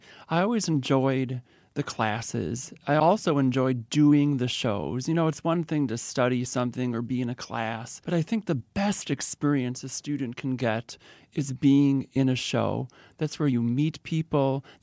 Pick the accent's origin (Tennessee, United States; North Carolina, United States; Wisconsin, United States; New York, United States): Wisconsin, United States; Wauwatosa; Well, I grew up in the Wauwatosa School District and had a wonderful time. And I did go to Wauwatosa East, the other high school in the district.